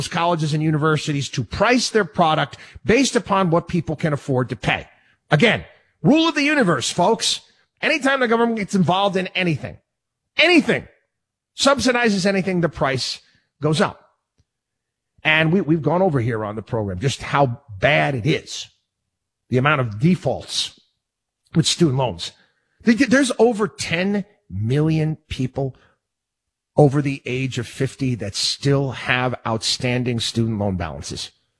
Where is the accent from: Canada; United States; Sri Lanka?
United States; Albany, New York; I grew up in Albany, New York. I couldn't wait to get the blank out of there, for crying out loud.